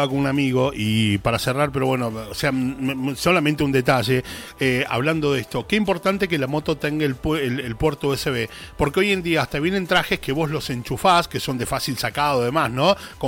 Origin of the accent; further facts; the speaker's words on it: San Luis, Argentina; Yo soy de San Luis, ustedes están en Villa Mercedes, ¿les puedo comprar una moto?